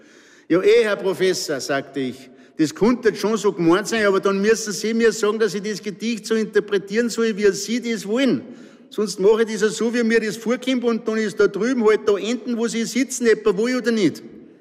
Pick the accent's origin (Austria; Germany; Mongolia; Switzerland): Austria; Salzburg; accent: Pinzgau dialect; moved away; immer hat mich meine Heimat, meine Pinzgauer Heimat, hat mich allweil ein bisschen begleitet